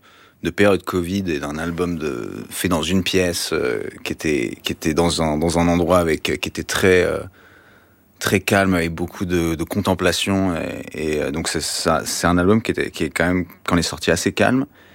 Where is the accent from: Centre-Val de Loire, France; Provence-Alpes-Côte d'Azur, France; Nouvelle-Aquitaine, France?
Centre-Val de Loire, France; Vouvray; J'ai grandi à Tours dans un village qui s'appelle Vouvray, qui est à côté de Tours.